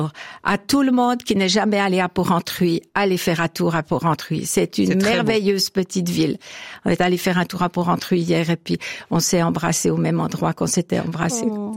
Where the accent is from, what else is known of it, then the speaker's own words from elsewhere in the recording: France; born there; Je suis né en France.